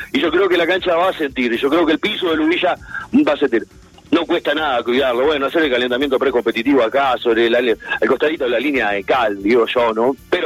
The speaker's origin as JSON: {"language": "Spanish", "country": "Uruguay", "said": "Rodrigo, te aprovecho para preguntarte, por ahí, como buen uruguayo, venimos sobre la hora"}